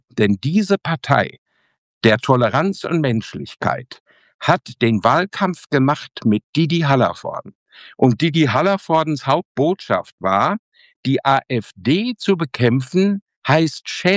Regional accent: Trentino-Alto Adige, Italy; jetzt sind sie an einem Sehnsuchtsort, nämlich Südtirol. Und das ist meine Heimat.

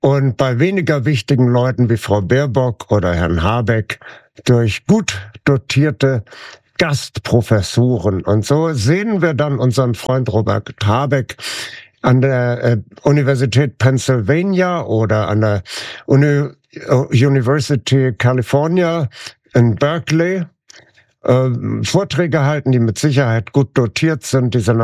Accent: Flensburg, Schleswig-Holstein, Germany; sein Wohnort ist ja Flensburg, meine Heimatstadt, welch eine Schande.

